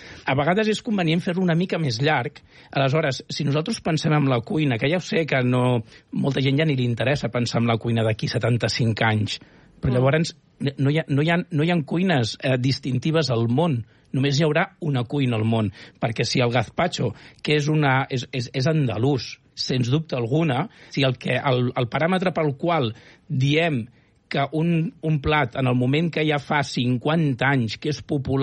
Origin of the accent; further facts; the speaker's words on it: Catalonia, Spain; born there; Jo sóc del Baix Llobregat.